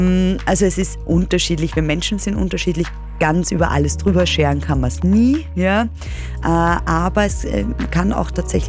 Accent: Lower Austria, Austria; Ich komme aus dem Waldviertel, ja.

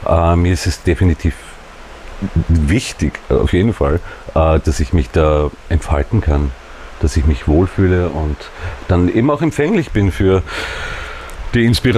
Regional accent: Burgenland, Austria; weil ich bin ja aus dem Burgenland.

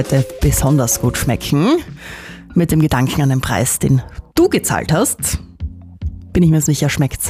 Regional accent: Austria; als Österreicherin

